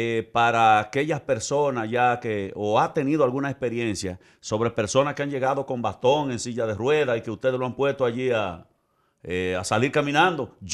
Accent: Dominican Republic; Los dominicanos de una vez determinamos

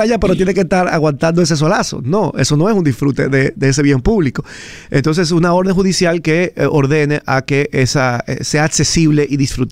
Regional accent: Dominican Republic; La indignación, la humillación, la vergüenza que yo sentí como dominicano de ver que estos visitantes que visitan nuestro país y se encuentran con esto, no la puedo describir y explicar.

